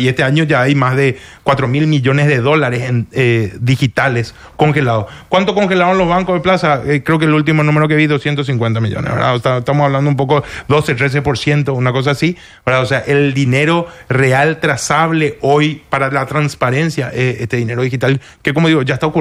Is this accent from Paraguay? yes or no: yes; Paraguay; a mí la resolución personalmente como paraguayo no me afecta en nada.